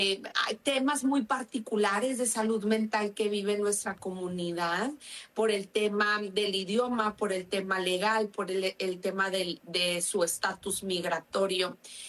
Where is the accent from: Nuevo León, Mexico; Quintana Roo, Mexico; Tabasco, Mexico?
Nuevo León, Mexico; Monterrey; moved away as an adult; also born or lived in Spain; now in United States; Desde que nos casamos, nos fuimos de Monterrey primero a España, un par de años, y luego aquí a Estados Unidos.